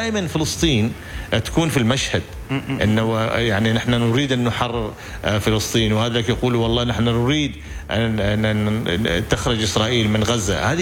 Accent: Oman; نحن كعمانيين

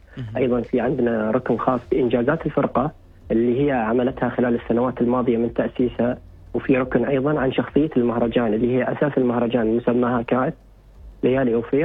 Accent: Dhofar, Oman; المواهب اللي عندنا هنا كشباب ظفاريين أو عمانيين

